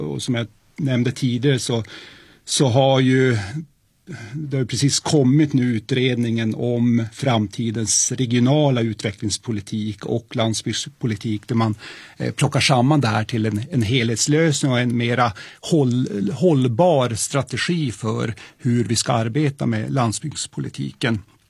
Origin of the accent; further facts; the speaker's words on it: Luleå, Norrbotten County, Sweden; Och där har vi ju fattat beslut om att lägga ett beredskapslager i min hemkommun Luleå.